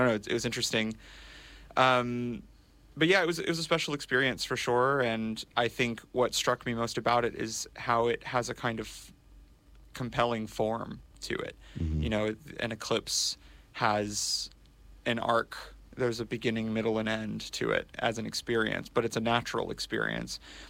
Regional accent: Texas, United States; moved away; I'm from Central Texas originally

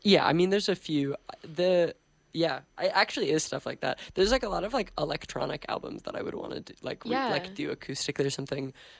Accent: Chicago, Illinois, United States; Yeah, she, like, went to Columbia, which was very exotic to me as a Chicagoan.

